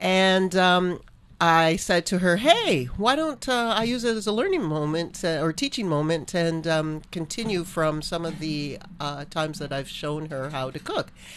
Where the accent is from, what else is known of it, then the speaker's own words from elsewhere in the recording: Nigeria; now in United States; As you all know, I'm Nigerian, Canadian, and American by way of residence here in the United States.